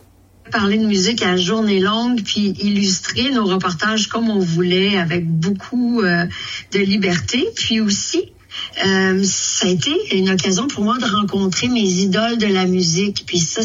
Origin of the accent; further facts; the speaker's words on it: Quebec City, Quebec, Canada; en septembre à Québec, ma ville natale